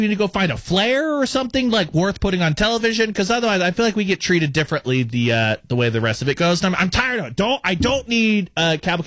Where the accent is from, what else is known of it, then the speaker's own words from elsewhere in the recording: Oklahoma City, Oklahoma, United States; just because we're from Oklahoma City, you know, John's from Portland, so he's allowed.